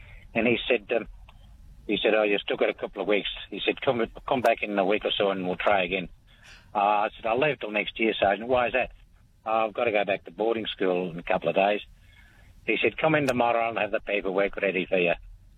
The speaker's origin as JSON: {"language": "English", "town": "Balranald", "region": "New South Wales", "country": "Australia", "tie": "born or raised there", "said": "I was born and raised in Balranald."}